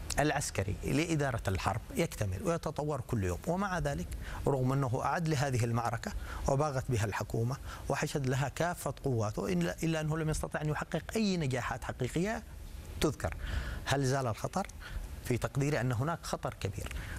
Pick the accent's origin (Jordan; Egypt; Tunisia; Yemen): Yemen; نحن كيمنيين